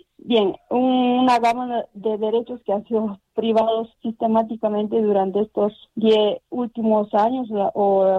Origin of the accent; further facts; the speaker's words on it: Madre de Dios, Peru; Y así te puedo hablar del Madre de Dios, que es mi realidad. Yo soy peruana, en Madre de Dios.